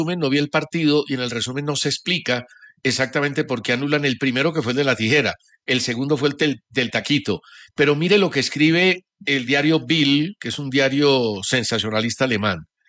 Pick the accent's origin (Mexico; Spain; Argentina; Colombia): Colombia; De mi tierra, si